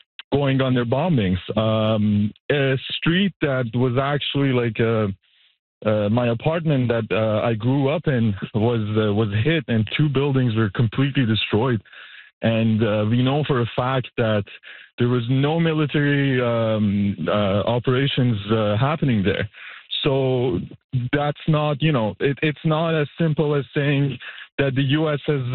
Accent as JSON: {"language": "English", "country": "Iran", "moved": "as an adult", "said": "Yeah, I am. I'm from Iran. I can give you a first-hand view because I was there till 27th of February. My flight to Montreal was actually the last flight leaving the country."}